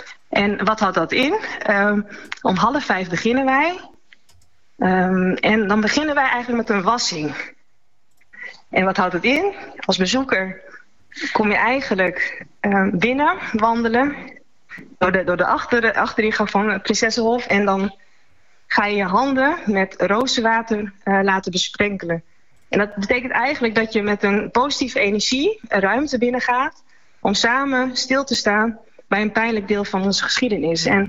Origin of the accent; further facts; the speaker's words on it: Friesland, Netherlands; also born or lived in Amsterdam / Dokkum / Heerenveen; now in Leeuwarden, Netherlands; Ik ben Fries. Mijn vader is wit Fries. Mijn moeder is zwart Surinaams. Dus ik ben geboren in Amsterdam. Maar sinds mijn eerste levensjaar woonachtig in Friesland. Van Dokkum tot Heerenveen. En we wonen met ons gezin met heel veel plezier in Leeuwarden.